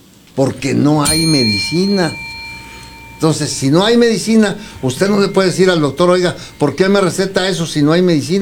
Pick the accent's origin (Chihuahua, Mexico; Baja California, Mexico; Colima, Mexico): Chihuahua, Mexico; Ciudad Juárez; born there; nací en Santa, no, aquí en Juárez